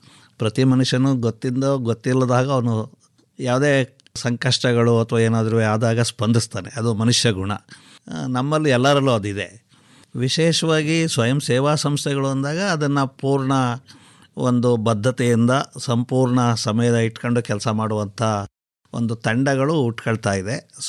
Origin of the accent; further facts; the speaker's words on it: Bekkalale, Karnataka, India; ನಮ್ಮೂರಲ್ಲಿ, ನಮ್ಮದು ಬೆಕ್ಕಳಲ್ಲಿ ಅಂತ ಹೇಳ್ಬಿಟ್ಟು, ಮದ್ದೂರು ತಾಲೂಕು ಮಂಡ್ಯ ಜಿಲ್ಲೆ.